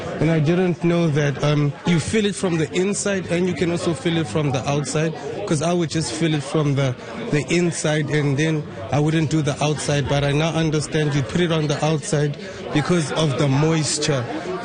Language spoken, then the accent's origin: English; Johannesburg, Gauteng, South Africa; moved away as an adult; now in Canada; My country, I'm from South Africa, Johannesburg.